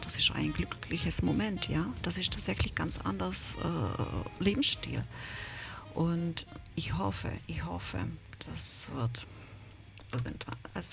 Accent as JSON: {"language": "German", "country": "Ukraine", "tie": "born or raised there", "second_language": "German", "moved": "as an adult", "lives_now": "Germany", "said": "weil ich in der Ukraine, also gebürtige Ukrainerin, in der Schule damals gearbeitet"}